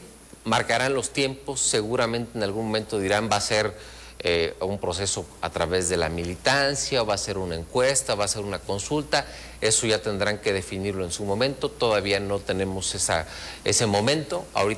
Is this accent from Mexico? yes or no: yes; Los Reyes, Michoacán, Mexico; born there; now in Morelia, Mexico; Mis papás, uruapense, mi mamá reyense. Yo nací en Los Reyes, pero ya decidí ser moreliano desde que llegué aquí en el año 2000.